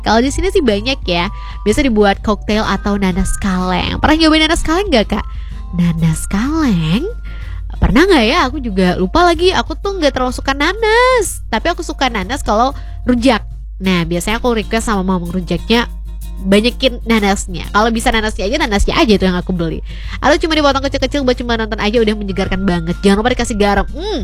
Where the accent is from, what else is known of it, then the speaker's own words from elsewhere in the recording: Sumatra, Indonesia; Masalahnya tuh di kampung saya aja banyak banget pohon durian. Lucunya orang Sumatera tapi nggak kuat sama durian.